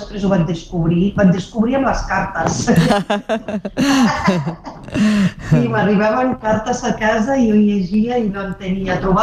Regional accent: Morocco; first language ar; Catalan is a second language; moved away; Sí, parlo... Bueno, he vingut del Marroc parlant àrab i francès, perquè estudien tota la vida en francès, bilingüe.

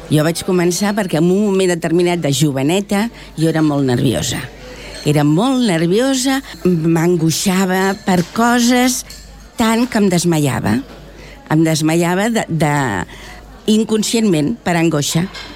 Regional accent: Sant Just Desvern, Catalonia, Spain; moved away as an adult; now in Esplugues de Llobregat, Spain; tant el meu marit com jo vam néixer a Cuiblanc. Els nostres pares haguessin volgut que seguíssim visquent a Cuiblanc, però en aquell moment els lloguers allí eren molt, molt alts i els d'aquí estaven molt millor.

